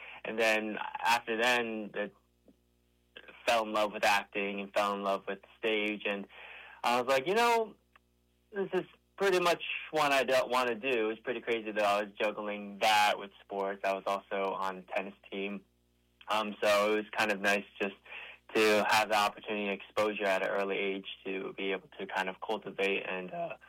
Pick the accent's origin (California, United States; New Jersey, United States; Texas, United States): New Jersey, United States; So they moved here when I was, they moved here before I was born, and we grew up in New Jersey.